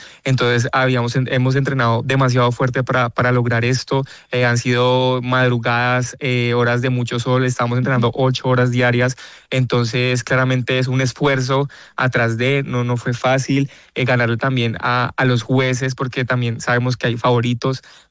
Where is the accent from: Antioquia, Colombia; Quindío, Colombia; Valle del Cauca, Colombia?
Valle del Cauca, Colombia; Cali; Estoy muy orgulloso de mi pueblo caleño, que estamos tratando de sacar nuestra ciudad adelante.